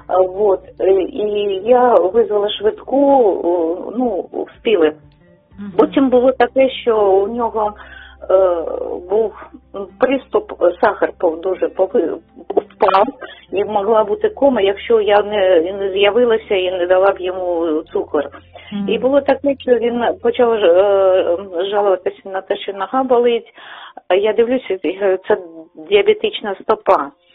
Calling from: Kharkiv, Kharkiv Oblast, Ukraine; я з Харкова.

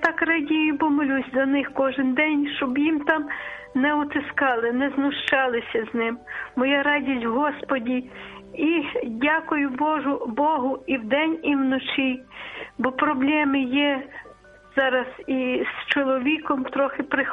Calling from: Lviv, Lviv Oblast, Ukraine

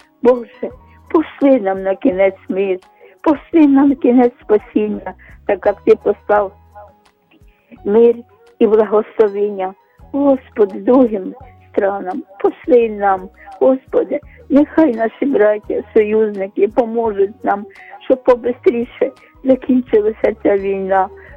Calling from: Kyiv, Ukraine; я з Оболоні, я з Києва.

